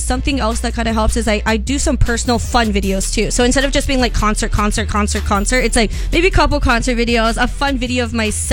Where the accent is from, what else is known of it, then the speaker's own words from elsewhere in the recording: Hawaii, United States; growing up in Hawaii, you know, a lot of us didn't grow up with money.